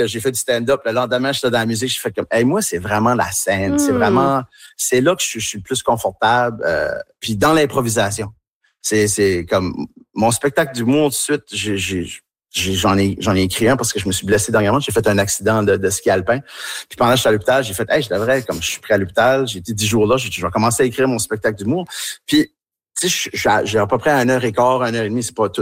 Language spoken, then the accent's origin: French; Tracadie, New Brunswick, Canada; accent: Tracadie; je parle avec mon accent tracadie un peu plus, puis je me laisse aller